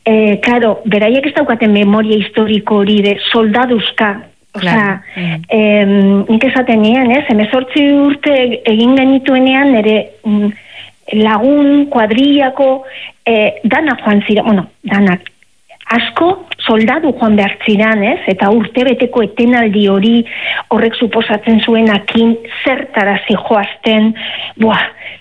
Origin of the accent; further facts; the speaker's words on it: Basque Country, Spain; bizkaitarra naiz